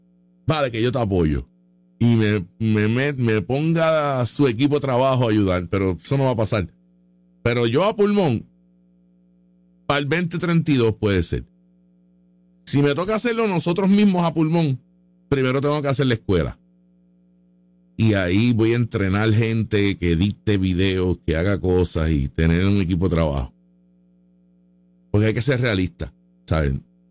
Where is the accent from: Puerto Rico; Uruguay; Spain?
Puerto Rico; San Juan; Yo soy de San Juan, pero yo no puedo competir en San Juan porque San Juan son zurdos.